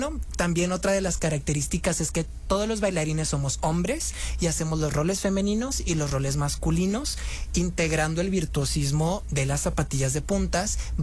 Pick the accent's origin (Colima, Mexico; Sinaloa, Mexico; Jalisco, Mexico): Sinaloa, Mexico; Culiacán; Saliendo, pues me regresé a Culiacán, yo soy sinaloense.